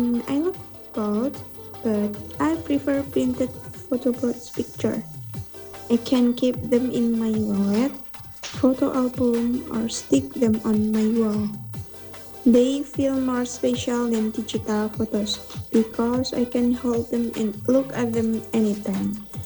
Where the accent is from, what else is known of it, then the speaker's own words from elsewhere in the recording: Magelang, Central Java, Indonesia; English is a second language; now in Surakarta, Indonesia; I'm from Magelang, Central Java, and right now I live in Banjarsari, Surakarta, and I'm as a student at Universitas Duta Bangsa Surakarta.